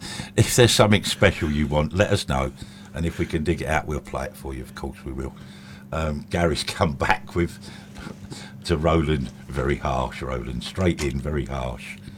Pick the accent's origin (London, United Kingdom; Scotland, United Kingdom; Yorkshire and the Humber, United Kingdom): London, United Kingdom; Tottenham; as I grew up in Tottenham, I can't support anybody else.